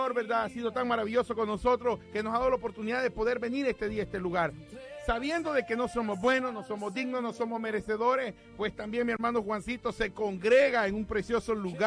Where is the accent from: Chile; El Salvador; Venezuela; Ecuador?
El Salvador; tenemos un casi compatriota, casi compatriota. Somos del mismo lugar y vamos para el mismo lugar. Somos de El Salvador